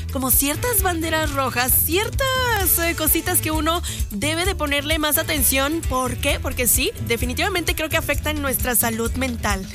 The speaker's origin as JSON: {"language": "Spanish", "country": "Mexico", "said": "Entonces, y mira, siendo mexicano, la verdad es que todavía más."}